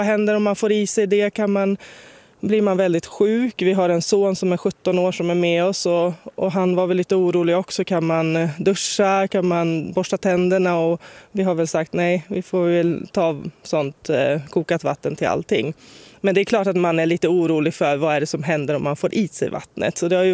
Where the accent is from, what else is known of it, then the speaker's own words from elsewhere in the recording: Örebro, Örebro County, Sweden; vi kommer från Örebro.